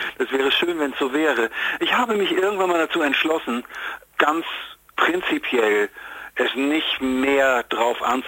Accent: Hamburg, Germany; ich komme ja aus Hamburg

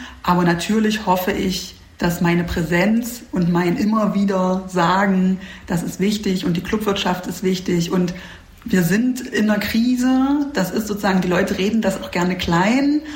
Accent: Halle, Saxony-Anhalt, Germany; was man auch so als Hallenser eigentlich gar nicht so mitbekommt

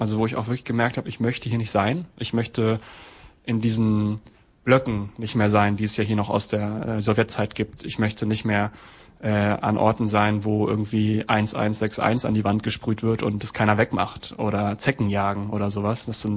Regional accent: Halberstadt, Saxony-Anhalt, Germany; moved away as an adult; now in West Germany; das erste Mal gemerkt, dass ich Ossi bin, als ich im Westen war.

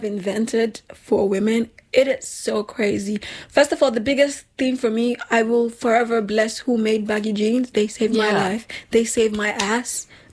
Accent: Nigeria; now in Europe; I grew up in Nigeria and we didn't usually shave legs. When I moved to Europe, I saw other people shave legs.

